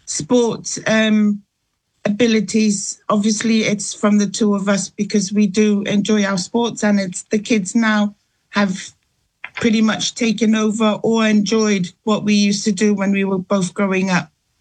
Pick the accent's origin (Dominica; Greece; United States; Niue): Niue; now in Wales, United Kingdom; I am quite proud and I am quite happy that I've made my life here now with my children in Wales. Growing up in Niue, it is a different story to how it is over here now.